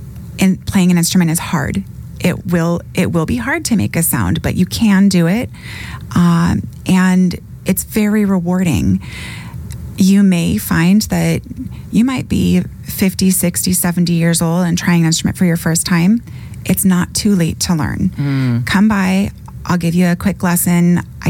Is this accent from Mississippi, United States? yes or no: no; California, United States; Yeah, I grew up in California.